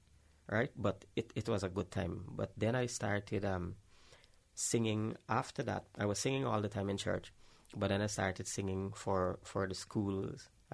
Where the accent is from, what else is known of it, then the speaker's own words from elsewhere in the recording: Bartica, Cuyuni-Mazaruni, Guyana; we grew up in Bartica.